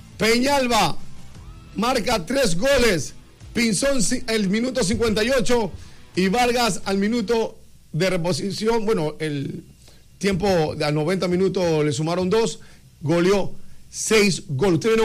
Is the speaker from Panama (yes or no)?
yes; Panama; estamos en Panamá, Toby, somos panameños.